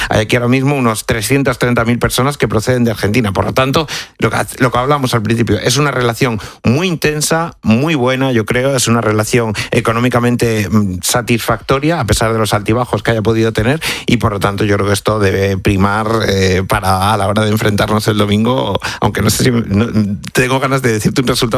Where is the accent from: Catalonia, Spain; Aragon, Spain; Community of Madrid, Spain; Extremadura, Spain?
Extremadura, Spain; Cáceres; Yo, por ejemplo, que soy de Cáceres, que soy de Extremadura, claro, pues evidentemente lo sé, y en otras muchas partes de España